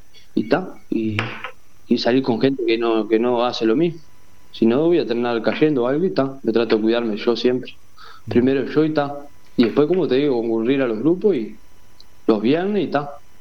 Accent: San José, Uruguay; yo soy de San José, estoy trabajando para estos lados, viste, para acá, para este lado de tres esquinas.

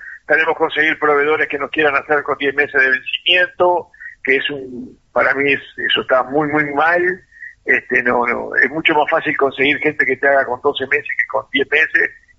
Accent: Uruguay

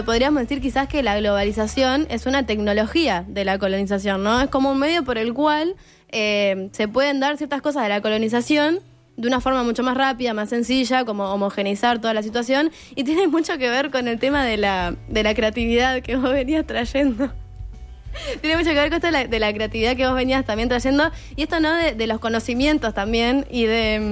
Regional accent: Argentina; Y será que yo amo mucho a mi país en realidad y que quiero seguir viviendo en mi país y creciendo y estando siempre que me lo permita.

